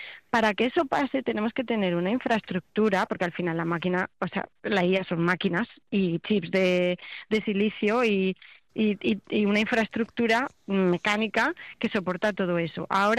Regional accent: Extremadura, Spain; sí, porque es que como ya os digo que soy extremeña, yo quiero aprovechar para ir a Montijo a Don Benito

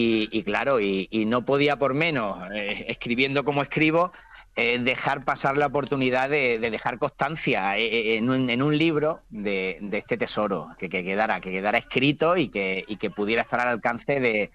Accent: Montehermoso, Extremadura, Spain; moved away as an adult; now in Valverde del Fresno, Spain; yo soy de Montehermoso, oriundo de Montehermoso, pero ya llevo muchísimos años aquí de maestro en Valverde y Dufresnu.

